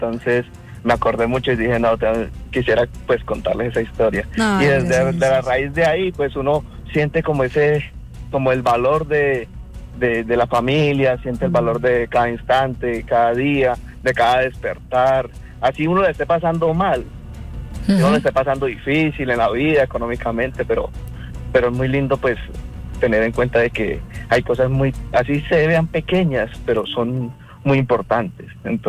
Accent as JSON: {"language": "Spanish", "town": "Bucaramanga", "region": "Santander", "country": "Colombia", "said": "mis papás están en Colombia, en Bucaramanga, exactamente, yo soy de Bucaramanga."}